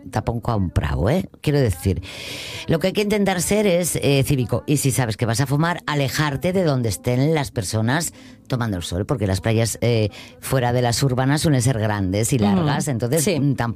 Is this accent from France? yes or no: no; Gijón, Asturias, Spain; Vamos, yo soy de Gijón, ya lo sabe todo el mundo